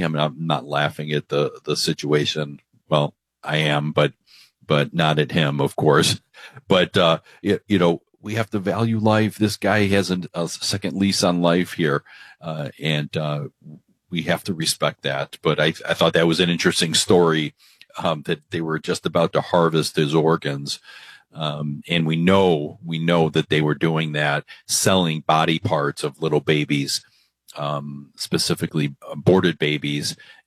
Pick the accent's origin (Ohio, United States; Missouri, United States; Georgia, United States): Ohio, United States; Cleveland; You know, I'm coming here from Cleveland, Ohio, and we have a governor's race going on.